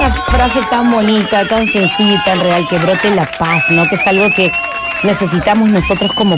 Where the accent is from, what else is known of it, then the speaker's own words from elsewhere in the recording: Peru; lo que sentimos nosotros como peruanos